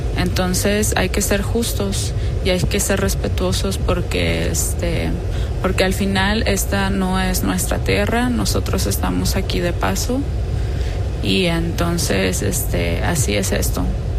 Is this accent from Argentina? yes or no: no; Mexico; He visto videos también donde en México, incluso, yo soy de México.